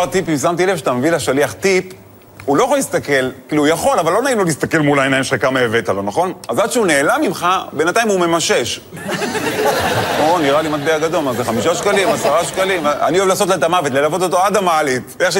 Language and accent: Hebrew; Netanya, Central District, Israel; האמת, אני גדלתי בנתניה, לא יצא לי, בחיים לא הייתי שליח בבית, כי אמא טריפוליטאית, היא מכינה הכל.